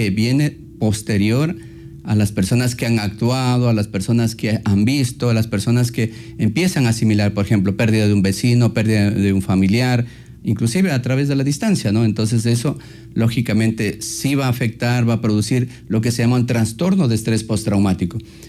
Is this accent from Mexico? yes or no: no; Ecuador; Entonces es como ecuatorianos, digamos, este es el mensaje a la sociedad de Santo Domingo